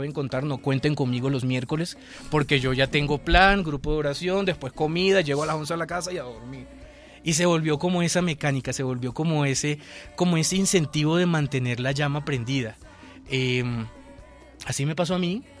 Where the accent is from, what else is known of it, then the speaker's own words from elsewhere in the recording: Valledupar, Cesar, Colombia; yo soy de Valledupar